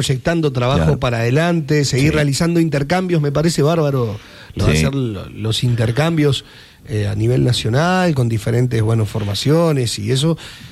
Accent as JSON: {"language": "Spanish", "country": "Uruguay", "said": "yo pertenezco a esta comunidad, somos uruguayos, vamos arriba, estamos en el Mundial"}